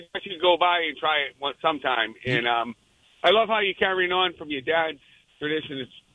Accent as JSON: {"language": "English", "town": "Boston", "region": "Massachusetts", "country": "United States", "tie": "born or raised there", "said": "I grew up in Alston"}